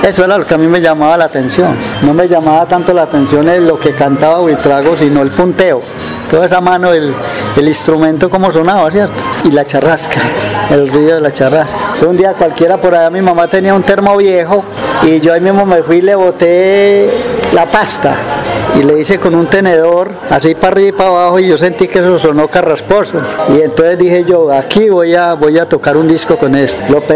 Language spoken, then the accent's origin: Spanish; Girardota, Antioquia, Colombia; hijo de Girardota, de la vereda del Totumo